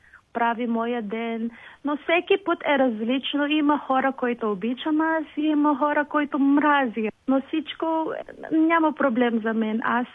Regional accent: Philippines; Bulgarian is a second language; moved away as an adult; now in Pernik, Bulgaria; аз не ходих 7 години в Филипините

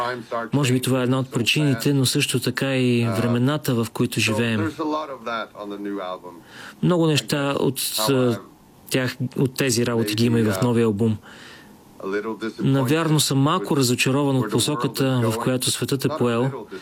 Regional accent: Sortland, Nordland, Norway; Той е от Осло, разбира се, но имаше къща в Сортланд, малкото градче на север, откъдето съм

